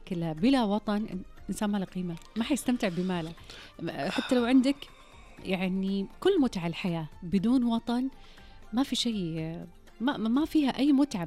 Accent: Saudi Arabia

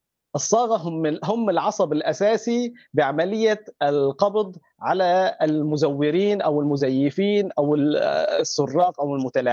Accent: Aleppo, Aleppo Governorate, Syria; نحن عندنا في حلب

